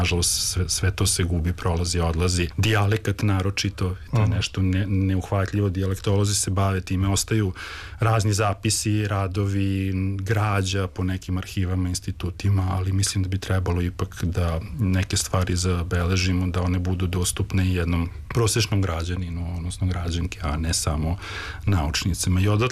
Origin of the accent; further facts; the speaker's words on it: Novi Sad, Vojvodina, Serbia; ja sam odrastao u Novom Sadu, ali sam jako puno vremena provodio u Tršiću, jer su mi i majka i otac iz Tršića.